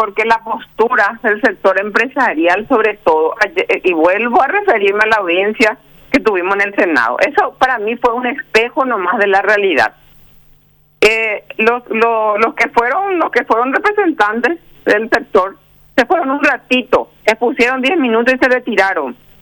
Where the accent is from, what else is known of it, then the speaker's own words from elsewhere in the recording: Paraguay; Yo por lo menos soy parte hoy del Estado paraguayo.